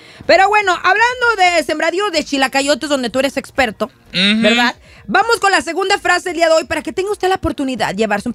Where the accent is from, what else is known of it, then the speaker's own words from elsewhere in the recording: Rosarito, Baja California, Mexico; de donde yo soy, en Rosarito